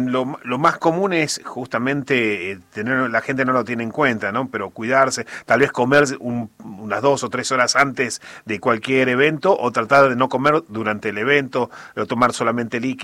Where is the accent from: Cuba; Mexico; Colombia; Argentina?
Argentina; somos los argentinos en general, somos de juntarnos para lo que sea y comer